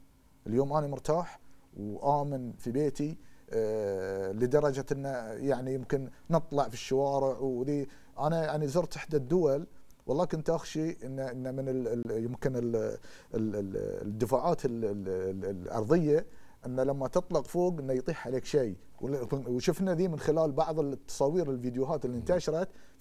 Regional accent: Bahrain; احنا بحرينيين

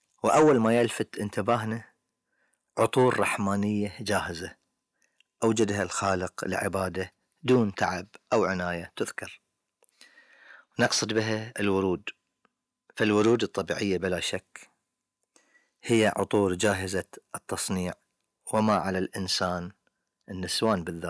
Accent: Bahrain; وعندنا في البحرين تتلخص وظيفة الورد والنباتات العطرية في ذلك النداء

